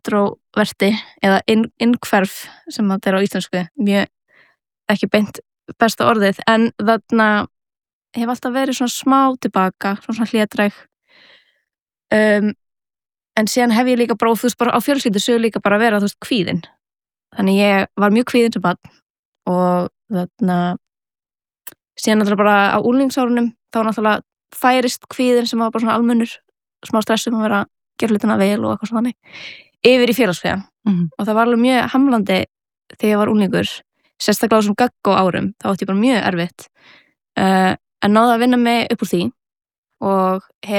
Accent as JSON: {"language": "Icelandic", "town": "Reykjavík", "region": "Capital Region", "country": "Iceland", "tie": "born or raised there", "said": "ég ólst upp eða fættist í Reykjavík og haf alltaf búið hér."}